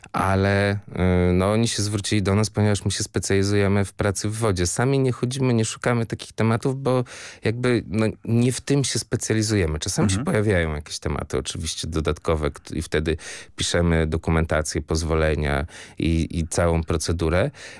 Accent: Łeba, Pomeranian Voivodeship, Poland; moved away; w mojej rodzinnej miejscowości, bo pochodzę z Łeby

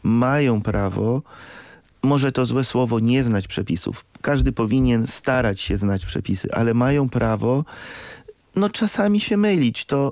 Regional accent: Lublin, Lublin Voivodeship, Poland; Jestem z Lublina

